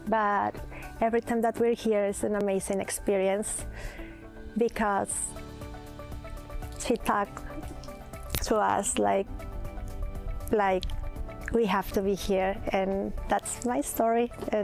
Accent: Mexico; now in Dallas, United States; I'm living in Dallas, Texas, but I'm from Mexico.

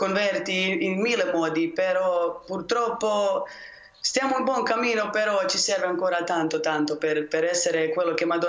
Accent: Medjugorje, Federation of Bosnia and Herzegovina, Bosnia & Herzegovina; Italian is a second language; Sì, sono croata che vivo in Međugorje da quando sono nata.

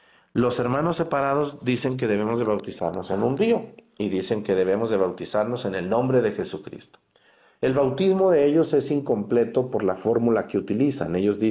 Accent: Mexticacán, Jalisco, Mexico; moved away; En mi pueblo, allá en Mestigacán

